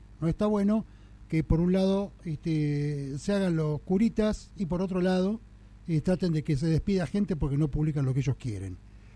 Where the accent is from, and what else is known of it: Tierra del Fuego, Argentina